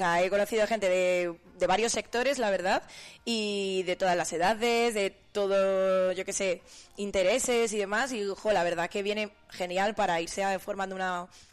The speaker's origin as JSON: {"language": "Spanish", "town": "Alcalá de Henares", "region": "Community of Madrid", "country": "Spain", "tie": "born or raised there", "also_born_or_lived": "Granada", "moved": "as an adult", "lives_now": "Soria, Spain", "said": "Empecé en Alcalá de Henares, en Madrid, donde me he criado prácticamente"}